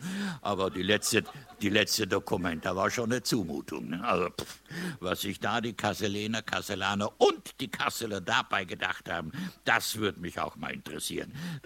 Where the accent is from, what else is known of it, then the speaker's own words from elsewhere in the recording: Trentino-Alto Adige, Italy; also born or lived in Rhineland; now in Germany; Also das ist, also das sind wir Südtiroler, auch nicht weit weg davon. Also hier bin ich seit 59 Jahren, also nicht hier direkt, ne, sondern im Rheinland, und gelte als Rheinländer.